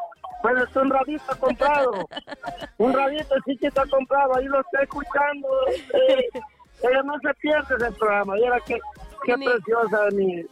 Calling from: Cofradía, Cortés, Honduras; de Cofradía, Cortés.

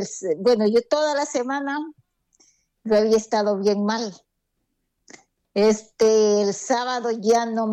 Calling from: Villanueva, Cortés, Honduras; De Villanueva Cortés.

